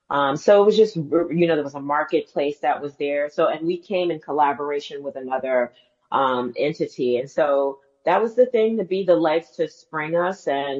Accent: New York City, New York, United States; I grew up in Harlem

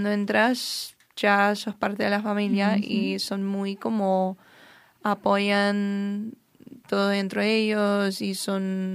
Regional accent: Flint, Michigan, United States; moved away as an adult; now in California, United States; Bueno, yo nací en Michigan, en Flint, Michigan, el famoso. Nací y crecí en Michigan, todavía mis familias siguen ahí. Y mudé a California hace como 2 años y algo.

